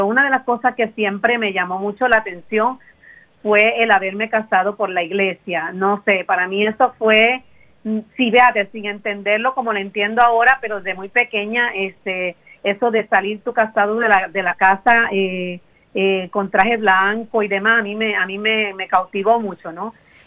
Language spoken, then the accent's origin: Spanish; Puerto Rico; moved away as an adult; also born or lived in Florida; now in United States; en mi país era un poquito difícil encontrar el trabajo, por eso fue lo que nos hizo dar el cambio a Estados Unidos